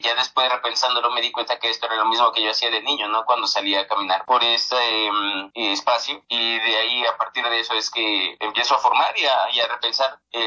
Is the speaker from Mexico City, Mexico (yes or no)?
yes; Tláhuac, Mexico City, Mexico; moved away as an adult; now in Taxco, Mexico; yo nací y crecí allá en Tláhuac. Y ya después de ahí me vine aquí a estudiar a la Facultad de Artes, pero no en Xochimilco, me vine a Taxco